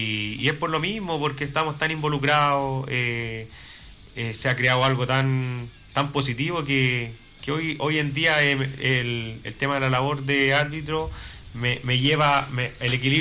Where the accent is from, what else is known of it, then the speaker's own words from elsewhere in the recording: Sagrada Familia, Maule, Chile; Yo soy de Sagrada Familia, actual concejal de la comuna de Sagrada Familia.